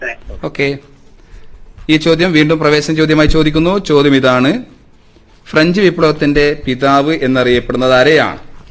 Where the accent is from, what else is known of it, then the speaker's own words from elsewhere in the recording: Mulleria, Kerala, India; കാസർഗോഡ് ജില്ലയിലെ മുള്ളേരിയ.